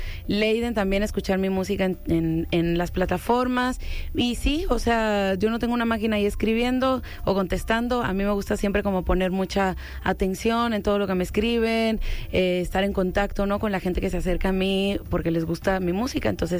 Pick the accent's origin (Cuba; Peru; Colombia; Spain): Cuba; born there; Como les conté, yo nací en Cuba, toda mi familia es cubana, en Cuba se acostumbra a inventar nombres